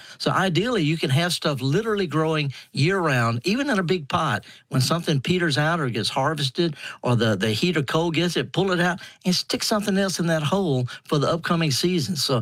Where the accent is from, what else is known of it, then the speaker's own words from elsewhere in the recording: Mississippi, United States; I'm from Mississippi. I'd garden half the year in England